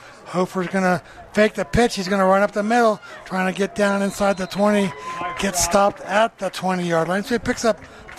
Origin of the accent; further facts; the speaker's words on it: Germany; accent: German; moved away; With my German accent.